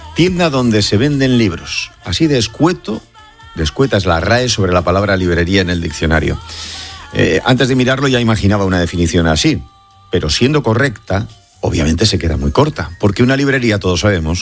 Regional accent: Bilbao, Basque Country, Spain; yo casi todos los días paso por una librería de la calle García Rivero en mi tierra, en Bilbao

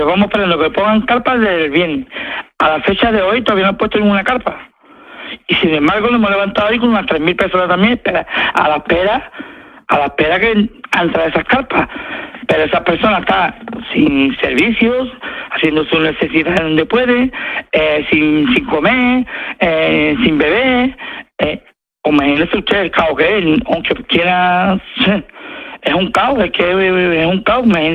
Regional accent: Spain

